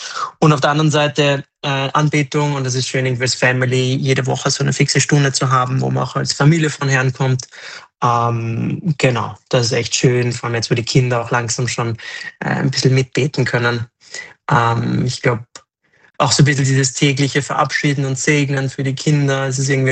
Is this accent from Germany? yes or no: no; Austria; Wir sind beide Österreicher